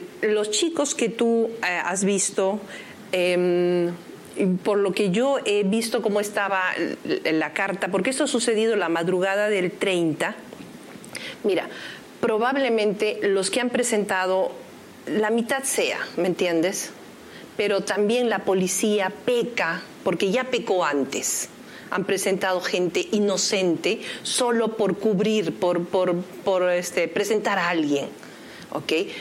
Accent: Huánuco, Peru; born there; Tú sabes que nací en Huanco.

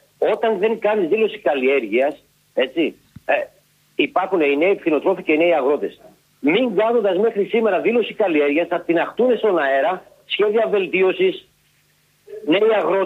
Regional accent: Antigonos, Western Macedonia, Greece

